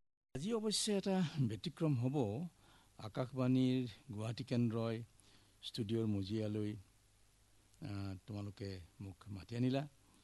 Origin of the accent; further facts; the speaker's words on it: Ehelam, Assam, India; also born or lived in Dibrugarh; এতিয়া মই মোৰ ঘৰ বুলি ক'লে মই এহেলামত বুলিয়েই ক'ম, আৰু ডিব্ৰুগড়ত কোনো চিনচাপ নাই।